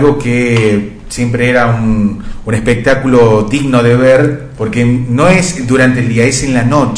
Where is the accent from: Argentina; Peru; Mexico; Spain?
Argentina; General Roca, Río Negro; particularmente soy de Roca